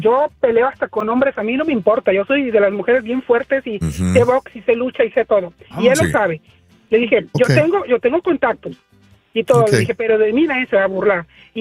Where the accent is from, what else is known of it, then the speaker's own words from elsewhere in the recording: Honduras; yo dije, hondureño, yo soy un mexicano jamás